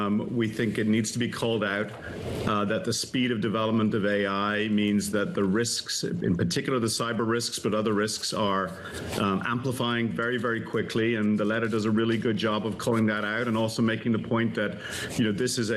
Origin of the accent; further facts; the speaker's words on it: Ireland; I'm from Ireland